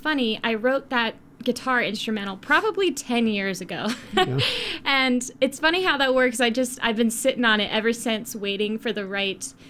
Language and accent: English; Batesville, Indiana, United States; Let's see. Batesville, Indiana. That's my hometown. Woo woo. Shout out Batesville.